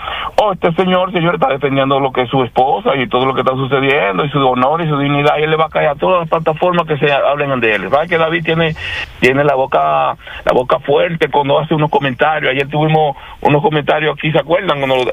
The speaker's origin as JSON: {"language": "Spanish", "country": "Dominican Republic", "said": "Yo me alegro como dominicano"}